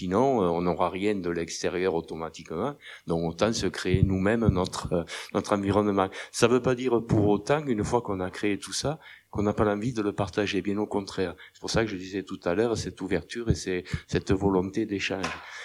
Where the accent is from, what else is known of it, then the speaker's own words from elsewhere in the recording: Clermont-l'Hérault, Occitanie, France; born there; mon grand-père habitait Clermont-l'Hérault, mes grands-parents. Et moi, j'étais pas d'Octon, mais bon, j'étais né à Clermont.